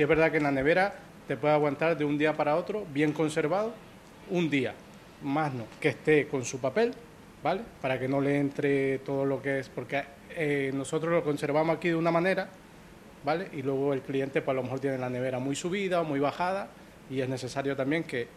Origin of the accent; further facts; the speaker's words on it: Ecuador; born there; Sí, yo soy nacido en Ecuador. También me han preguntado, sobre todo sudamericanos, paisanos míos